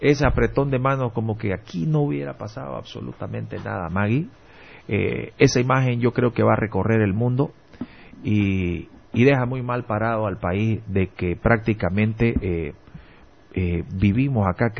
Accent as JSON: {"language": "Spanish", "region": "Santa Cruz", "country": "Bolivia", "said": "ya hablando de nosotros como cruceños"}